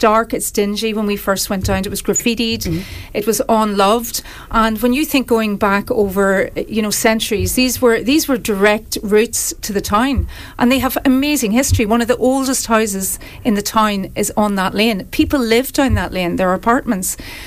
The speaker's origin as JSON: {"language": "English", "town": "Holywood", "region": "Northern Ireland", "country": "United Kingdom", "moved": "yes", "lives_now": "Wexford, Ireland", "said": "I'm originally from Hollywood County Down."}